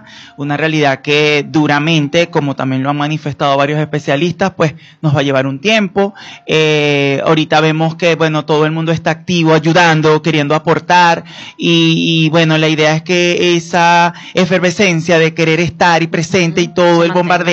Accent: Venezuela; esa resiliencia que nos ha caracterizado como venezolanos

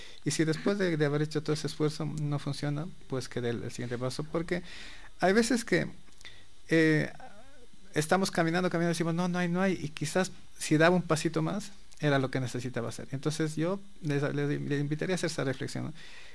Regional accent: Ecuador; also born or lived in Spain; Porque mi tierra, mi país, tiene estas cosas bonitas, ¿no? Que tenemos varios idiomas aquí también, que es algo que a mí, cuando estuve allá en España, lo valoré muchísimo más, en realidad.

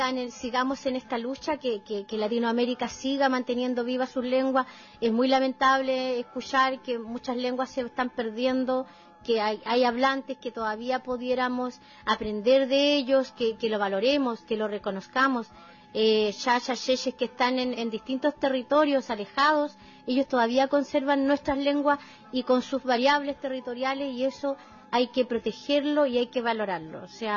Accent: Chiloé, Los Lagos, Chile; desde que crecimos nosotros en el Fondo Coihuín con el lonco José Santos Lincomán, quien fue el primer educador tradicional, o el lonco que nos enseñó nuestras primeras palabras en Huilliche-Dungún.

